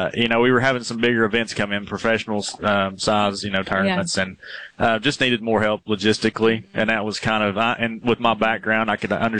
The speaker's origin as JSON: {"language": "English", "town": "Big Stone Gap", "region": "Virginia", "country": "United States", "tie": "born or raised there", "said": "I was born in Norton, Virginia, but lived in Big Stone Gap in Appalachia. Whole family was in the coal industry"}